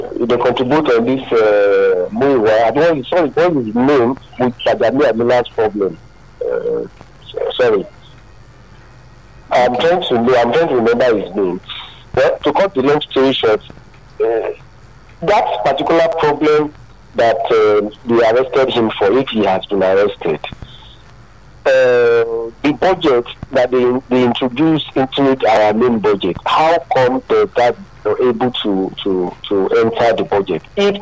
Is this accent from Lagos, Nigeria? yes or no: yes; Lagos, Nigeria; now in Port Harcourt, Nigeria; I'm calling from Port Harcourt, currently in Port Harcourt from Lagos.